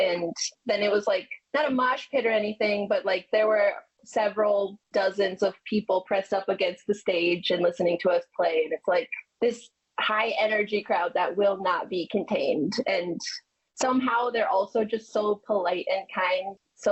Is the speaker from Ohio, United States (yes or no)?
no; Michigan, United States; we're from Michigan